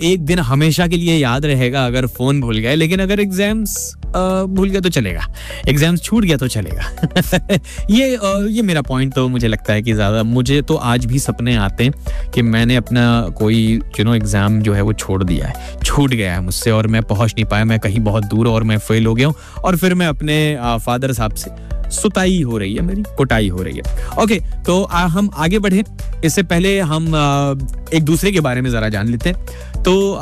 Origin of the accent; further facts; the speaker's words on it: Kanpur, Uttar Pradesh, India; एक तो कानपुर से हूँ मैं